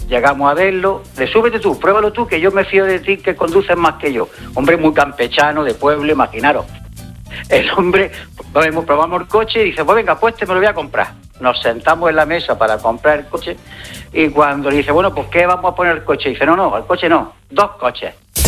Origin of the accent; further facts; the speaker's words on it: Almería, Andalusia, Spain; now in Málaga, Spain; Yo soy de Almería, aunque ahora vivo en Málaga.